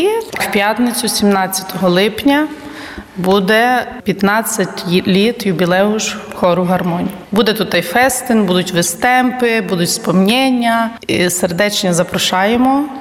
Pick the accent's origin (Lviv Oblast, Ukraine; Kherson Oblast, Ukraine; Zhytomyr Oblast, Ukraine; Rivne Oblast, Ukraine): Rivne Oblast, Ukraine; Rivne; moved away as an adult; now in Łosinka, Poland; Я сама походжу родом з України, з міста Рувне. Ну і вже тут зараз осінню буде 18 літ, як живу в Лосінці.